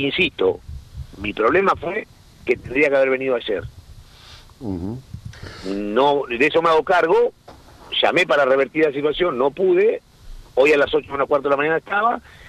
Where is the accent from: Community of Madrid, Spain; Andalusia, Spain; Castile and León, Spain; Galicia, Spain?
Community of Madrid, Spain; Madrid; born there; Yo soy nacido en Madrid, en mi vida me voy a ocultar.